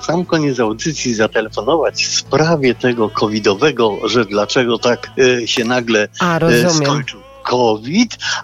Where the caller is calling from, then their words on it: Kraków, Lesser Poland, Poland; ja dzwonię z Krakowa.